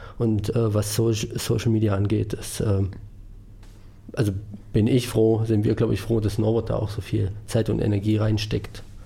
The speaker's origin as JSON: {"language": "German", "region": "Thuringia", "country": "Germany", "said": "Ich komme ursprünglich aus dem Eichsfeld"}